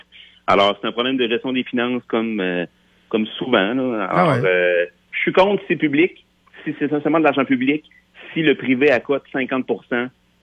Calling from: Lévis, Quebec, Canada; je suis de Lévis

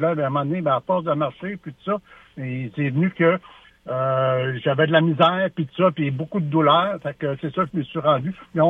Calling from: Lévis, Quebec, Canada; Moi, je suis à Lévis.

